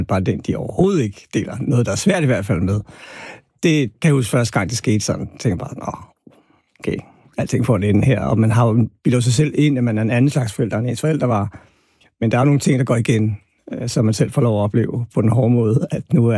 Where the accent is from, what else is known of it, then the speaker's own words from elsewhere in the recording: Albertslund, Capital Region of Denmark, Denmark; jeg voksede op i Albertslund på Villavej, og det, der hedder Soveby.